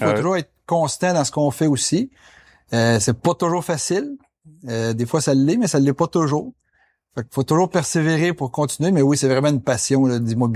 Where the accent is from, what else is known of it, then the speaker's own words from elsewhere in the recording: L'Assomption, Quebec, Canada; on vient de l'Assomption